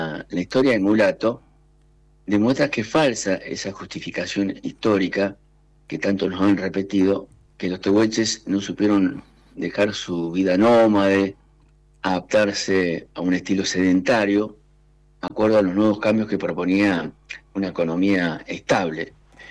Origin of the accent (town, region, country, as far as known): Patagonia, Argentina